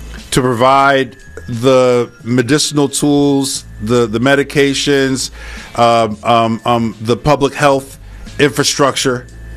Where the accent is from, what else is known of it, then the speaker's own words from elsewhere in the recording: Newark, New Jersey, United States; That's Newark, New Jersey. That's my hometown.